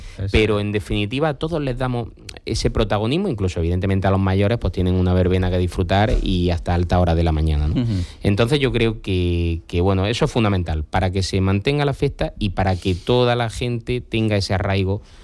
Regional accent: Enix, Andalusia, Spain; el primer fin de semana de octubre era de los más importantes del año, porque claro, eran las fiestas de mi pueblo.

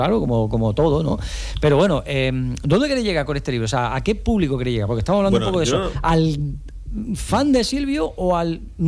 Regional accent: Almería, Andalusia, Spain; También podríamos hablar, porque somos de Almería, ¿no?

